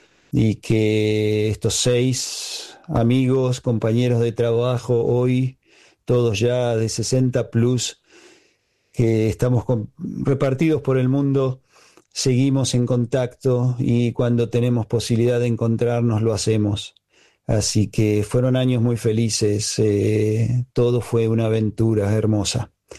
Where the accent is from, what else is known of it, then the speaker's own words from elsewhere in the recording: Argentina; moved away as an adult; el año 84 en el que salí de Argentina para África con la empresa, como te comenté ayer. Sí. Éramos un grupo de 6 argentinos, todos jóvenes